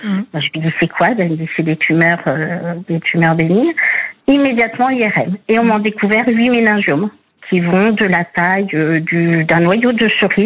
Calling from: Centre-Val de Loire, France; De l'Indre.

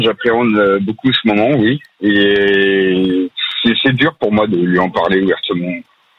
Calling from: La Rochelle, Nouvelle-Aquitaine, France; Je suis actuellement à La Rochelle.

